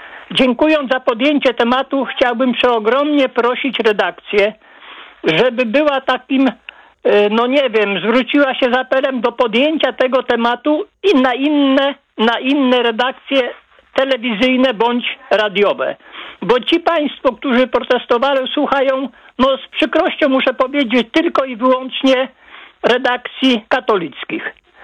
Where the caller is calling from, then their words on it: Legionowo, Masovian Voivodeship, Poland; Ja mieszkam na osiedlu komunalnym w Legionowie. W momencie zamieszkania 30 parę lat temu na tym osiedlu było ponad 300 pięknych, dużych drzew. W tej chwili zostało ich około 40.